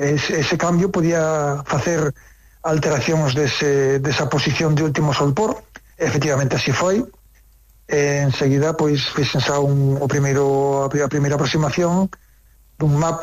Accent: Baio, Galicia, Spain; Eu, como son da Costa da Morte, ou son de Baio, pois traios por aquí de visita.

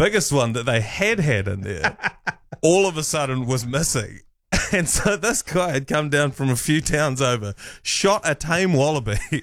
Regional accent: Waimate, Canterbury, New Zealand; moved away; So, where I grew up in Waimate, we have the Pest Quest.

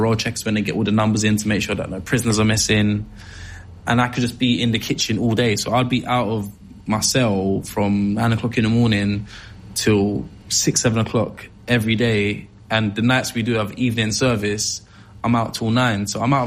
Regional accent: Peckham, London, United Kingdom; growing up in Peckham, people weren't, from my demographic, weren't really putting out YouTube videos and showing personality and stuff like that.

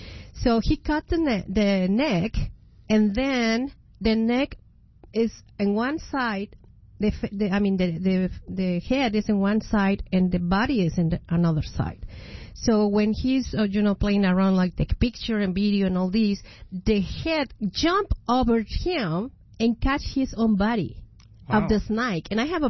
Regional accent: Mexico; como soy bien mexicana y brava como soy

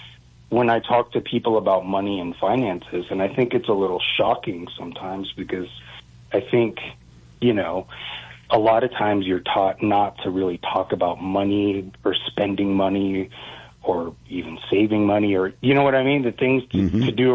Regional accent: Houston, Texas, United States; moved away as an adult; Originally, I grew up in Houston. I spent the first 18 years of my life in Houston, and, you know, as soon as I could, I got out of there.

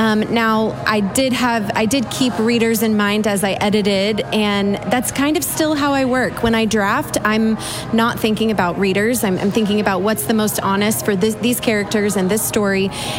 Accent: Texas, United States; being born and raised in Texas

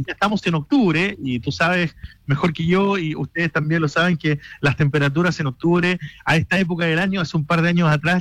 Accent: Punta Arenas, Magallanes and Chilean Antarctica, Chile; yo provengo de la región de Magallanes, en Punta Arenas, en el sur.

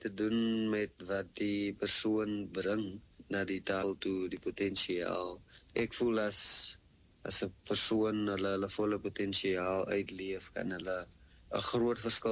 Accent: Gqeberha, Eastern Cape, South Africa; Ek is van Gqeberha in die Ooskaap, dit is waar ek groot geword het. Dit was natuurlik Port Elizabeth

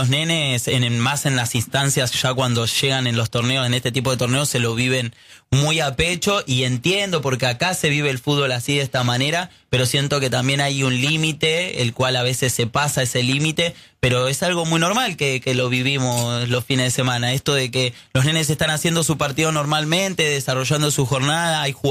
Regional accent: Gregorio de Laferrere, Buenos Aires Province, Argentina; yo soy de Gregorio de la Ferrere, de zona oeste, partido de La Matanza

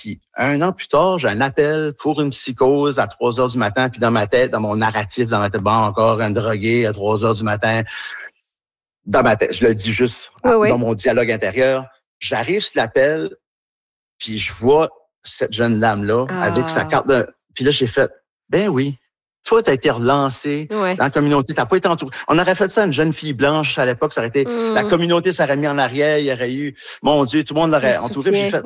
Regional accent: New Brunswick, Canada; moi aussi, en tant qu'Acadien, fier Acadien, tu sais, j'ai même été vice-président de la Société de l'Acadie du Nouveau-Brunswick.

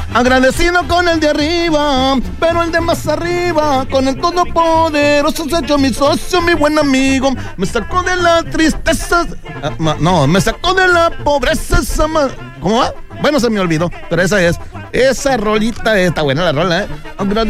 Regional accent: Sinaloa, Mexico; now in Mexicali, Mexico; Soy orgullosamente mexicano y sobre todo sinaloense

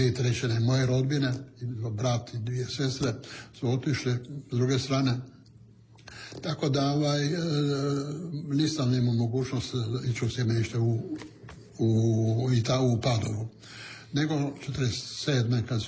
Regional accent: Pula, Istria County, Croatia; first language Italian; Croatian is a second language; Mi smo u kući govorili italijanski, sada što italijansku školu u Puli, Pučku, u centru Dante Alighieri

